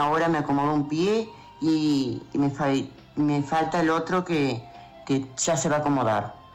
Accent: Tacuarembó, Uruguay; Soy de Tacuarembó, sí.

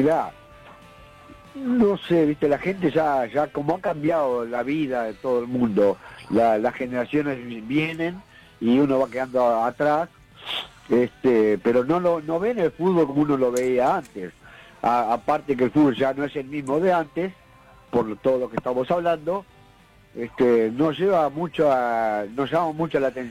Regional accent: Uruguay; yo que soy futbolista y todos los futbolistas que somos, los uruguayos

